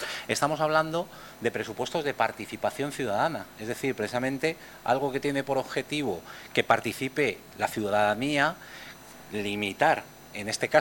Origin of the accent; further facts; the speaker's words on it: Miguelturra, Castilla-La Mancha, Spain; todos los que estamos aquí sentados somos ciudadanos de Miguel Turra.